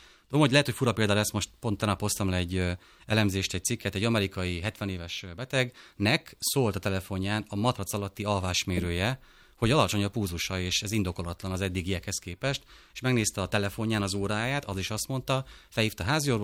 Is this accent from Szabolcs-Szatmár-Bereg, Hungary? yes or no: yes; Szabolcs-Szatmár-Bereg, Hungary; én Szabolcsi vagyok